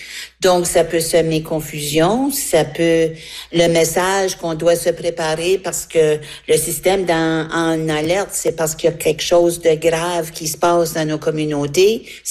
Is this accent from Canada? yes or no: yes; the Maritimes, Canada; en tant que francophone, en tant qu'Acadien, Acadienne